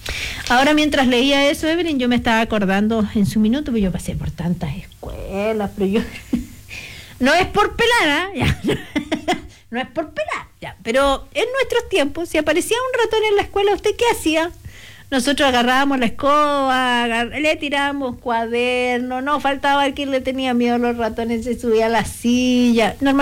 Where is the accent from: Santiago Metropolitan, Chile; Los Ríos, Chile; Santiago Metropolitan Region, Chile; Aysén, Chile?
Aysén, Chile; Antes nos decían Aysenino. Yo vengo de Aysén.